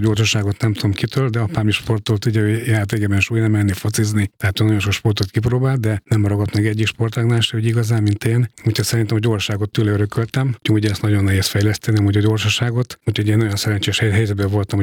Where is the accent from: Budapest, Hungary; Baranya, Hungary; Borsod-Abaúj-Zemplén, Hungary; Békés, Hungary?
Borsod-Abaúj-Zemplén, Hungary; Miskolc; born there; Miskolcon születtem 1965-ben